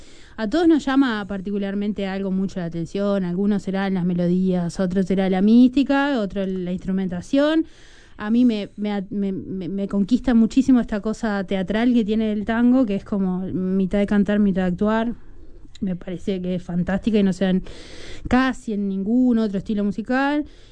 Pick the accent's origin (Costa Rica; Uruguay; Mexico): Uruguay; Rocha; moved away; yo soy de Rocha